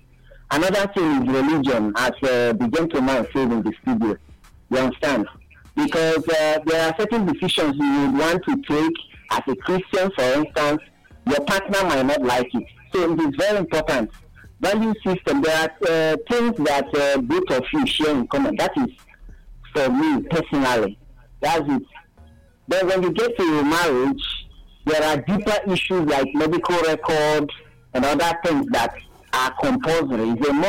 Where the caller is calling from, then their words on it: Abakaliki, Ebonyi, Nigeria; I'm calling from Abakaliki.